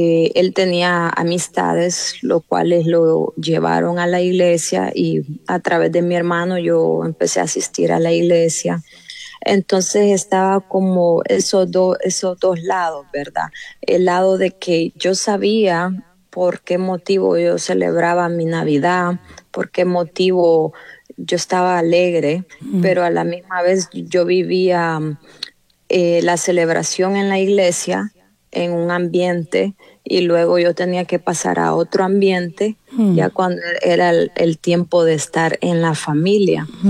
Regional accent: Tegucigalpa, Francisco Morazán, Honduras; moved away as an adult; now in Canada; Pues yo, gracias a Dios, tengo la oportunidad de vivir aquí en Canadá, pero yo soy hondureña. Soy de tierras hondureñas y soy de la ciudad de Tegucigalpa.

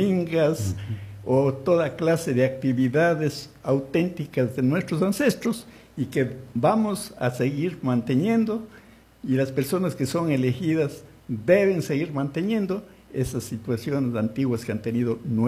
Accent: Ecuador; así como también cuando somos ecuatorianos y estamos nosotros, por ejemplo, hablando del fútbol ahora, que nos da a nosotros qué orgullo ser ecuatorianos.

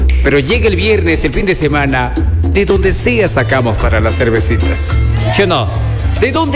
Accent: Ecuador; somos ecuatorianos.

